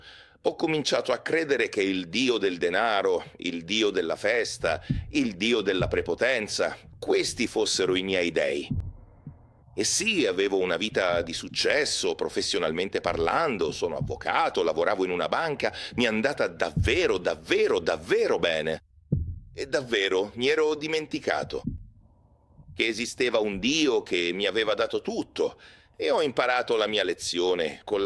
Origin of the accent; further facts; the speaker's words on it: Caracas, Capital District, Venezuela; moved away; Sono venezuelano, ho 3 figli, sono sposato da 26 anni e ho vissuto gran parte della mia vita, 46 anni, a Caracas, in Venezuela.